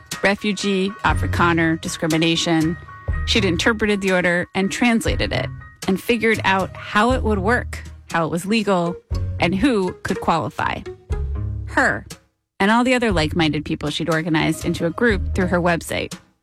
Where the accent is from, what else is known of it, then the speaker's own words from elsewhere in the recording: United States; My parents grew up in South Africa. I grew up in America, watching South Africa. It's where our family was.